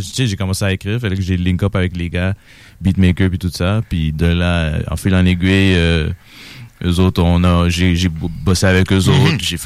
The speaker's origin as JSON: {"language": "French", "town": "Montreal", "region": "Quebec", "country": "Canada", "also_born_or_lived": "Saint-Hyacinthe", "moved": "yes", "said": "j'ai déménagé de Montréal à Saint-Hyacinthe dans les 90s."}